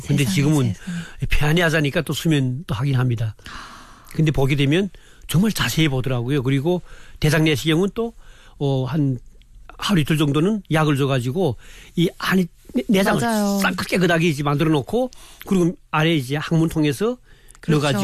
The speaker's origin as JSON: {"language": "Korean", "country": "North Korea", "moved": "yes", "lives_now": "South Korea", "said": "근데 우리 탈북자분들이 그런 거 처음에 와서도 무시한 분들 꽤 많아요."}